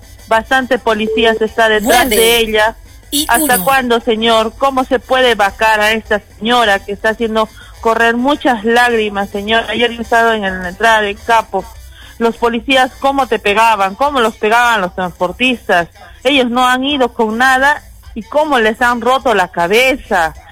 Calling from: Arequipa, Peru; somos arequipeños.

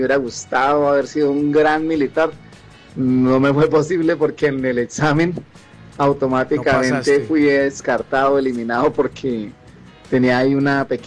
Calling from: Bucaramanga, Santander, Colombia; yo vivo en Bucaramanga

